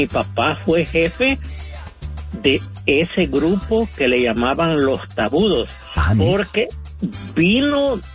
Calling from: Huntington Park, California, United States; Sí, le hablo de Huntington Park.

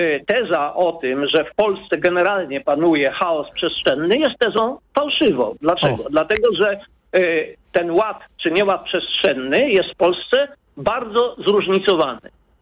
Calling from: Warsaw, Masovian Voivodeship, Poland; Jestem architektem, urbanistą z Warszawy.

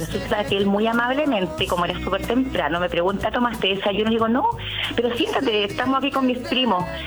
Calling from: Laja, Biobío, Chile; soy de Laja.

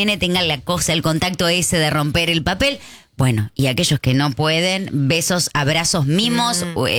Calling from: San Miguel, Buenos Aires Province, Argentina; de San Miguel, los estoy escuchando.

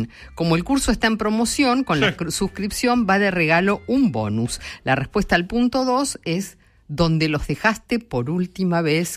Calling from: Posadas, Misiones, Argentina; de Posadas.

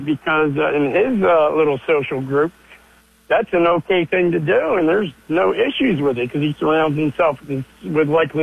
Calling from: Delaware, United States; from Delaware.

